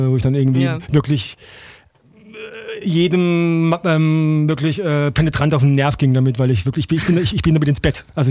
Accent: Baden-Baden, Baden-Württemberg, Germany; Also ich meine, ich bin ja auch aufgewachsen im Südbadischen. Ne? Also ja, eher dann im Baden-Baden.

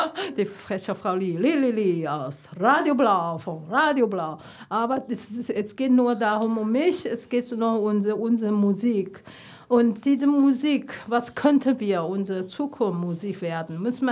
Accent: Taiwan; born there; German is a second language; moved away; Ich wurde in Taiwan geboren, sie wurde in China geboren

